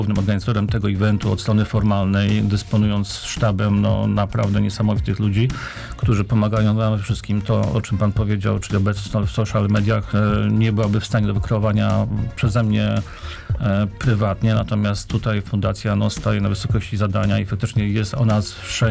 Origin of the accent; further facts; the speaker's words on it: Warsaw, Masovian Voivodeship, Poland